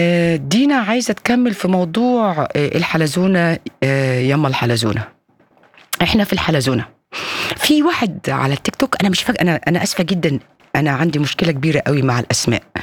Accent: Egypt; وطول عمرنا احنا مصريين مسيحيين عايشين مع مسلمين

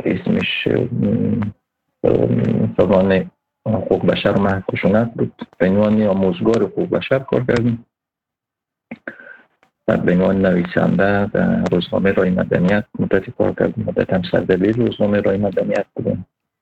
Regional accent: Daykundi, Afghanistan; born there; also born or lived in Pakistan / Iran; سال 1985 در ولایت دایکنودی افغانستان به دنیا آمدیم و یک دوباره به خاطر جنگ‌های داخلی مهاجر شدم، مدتی در پاکستان و مدتی هم در ایران اینا مهاجر بودم.

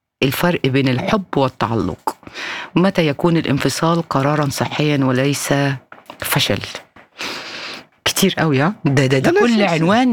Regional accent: Egypt; عندنا في مصر

